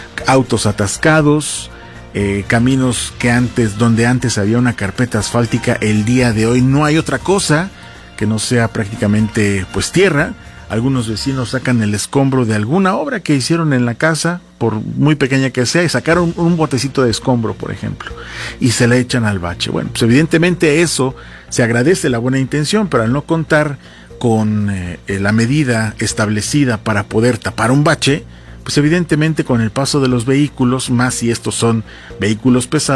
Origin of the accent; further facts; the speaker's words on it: Tulancingo, Hidalgo, Mexico; quienes somos oriundos de Tulancingo